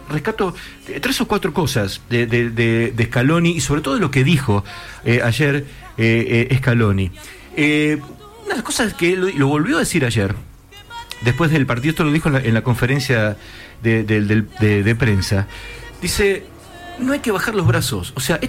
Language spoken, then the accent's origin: Spanish; Argentina; nosotros como argentinos, que vivimos en medio de la grieta